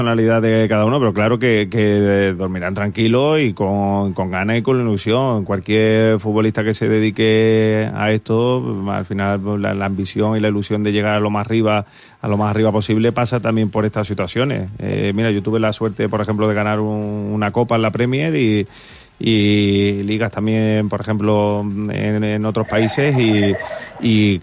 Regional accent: Cádiz, Andalusia, Spain; also born or lived in Almería; Yo soy gaditano, almeriense, andaluz y muy español.

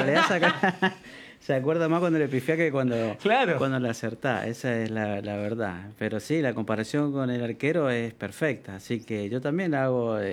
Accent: Mendoza, Argentina; moved away as an adult; Yo soy oriundo de Mendoza.

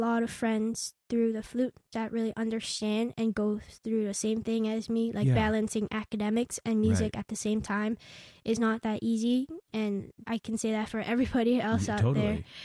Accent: South Korea; English is a second language; also born or lived in Fairfax, Virginia / Philippines; now in United States; So I was born in Virginia, Fairfax, and I then moved to Philippines and then Korea, and then I started the flute in Korea.

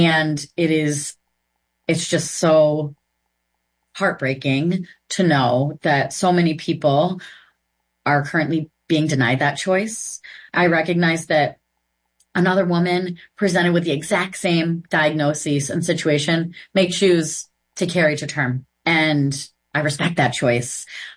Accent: Massachusetts, United States; born or raised there

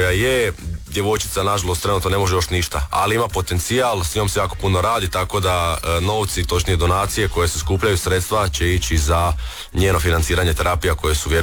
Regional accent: Josipovac, Osijek-Baranja County, Croatia; ja sam inače iz Josipovca

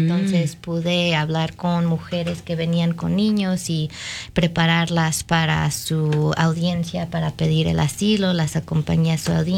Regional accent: Waukegan, Illinois, United States; moved away as an adult; viviendo en Waukegan, que es lo que digo mi hogar, ¿no? Porque es cuando el lugar donde crecí

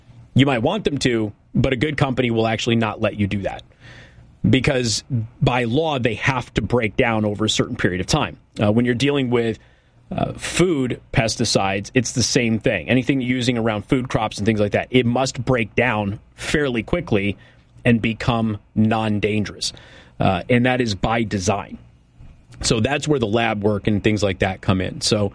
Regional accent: Wisconsin, United States; Oh, and by the way, I grew up in Wisconsin.

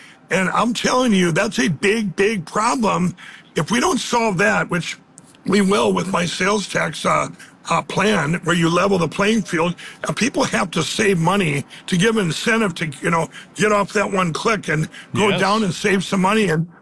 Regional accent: Minneapolis, Minnesota, United States; born there

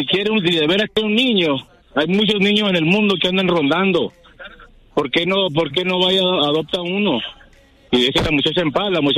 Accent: Sonora, Mexico; Puro Sonora, mi viejo. Puro Yaqui.

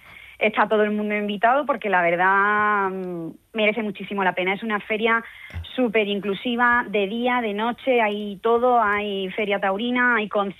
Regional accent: San Fernando, Andalusia, Spain; born there; now in Albacete, Spain; yo cuando bajo a Cádiz, cuando bajo a San Fernando, yo procuro hacer tierra de aquí, de Albacete

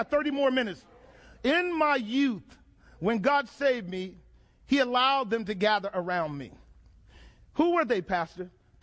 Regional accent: United States; As American Christians, we live real good.

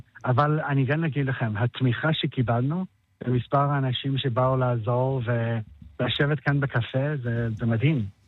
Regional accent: Jerusalem, Jerusalem District, Israel; תשמע, אני ירושלמי, אני רוצה יותר מקומות ללכת אליהם בשבת

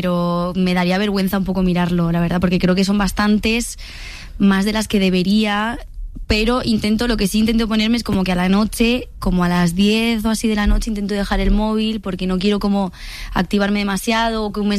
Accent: Valencia, Valencian Community, Spain; also born or lived in Argentina; Me fui, pues eso, yo soy de Valencia, estaba estudiando allí interpretación, teatro musical

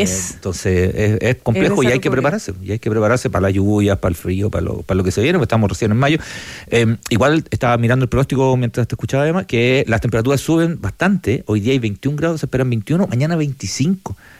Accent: Curicó, Maule, Chile; No, soy de Curicó también.

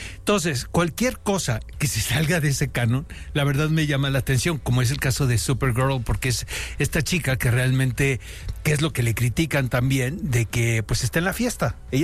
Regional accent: Argentina; Somos argentinos.

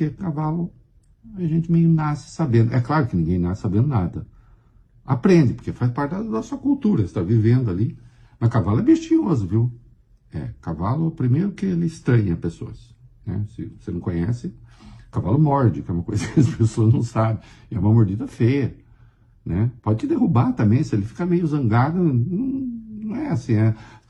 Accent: São Paulo, Brazil; Coisa de caipira. Interior de São Paulo. Que nem eu, né?

